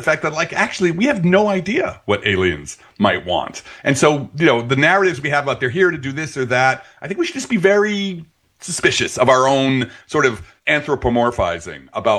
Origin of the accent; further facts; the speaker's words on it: Belleville, New Jersey, United States; I'm from Jersey. I'm from like the Newark area. I'm up from Belleville.